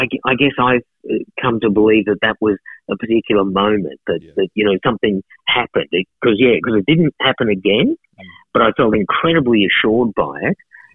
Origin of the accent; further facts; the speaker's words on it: Sydney, New South Wales, Australia; when I arrived in Australia in Melbourne, but I'm from Sydney